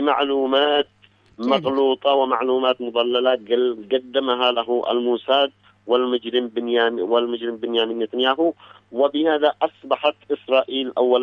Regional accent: Yemen; عندنا في اليمن

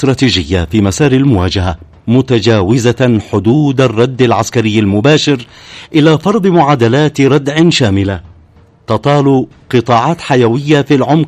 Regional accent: Yemen; بلادنا اليمن

